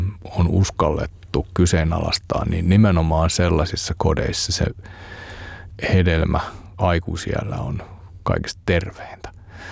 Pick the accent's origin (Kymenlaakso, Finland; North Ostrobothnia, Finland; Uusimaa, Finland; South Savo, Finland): North Ostrobothnia, Finland; Raahe; Raahe on mun kotipaikka siinä mielessä, että vanhemmat asuu siellä edelleenkin.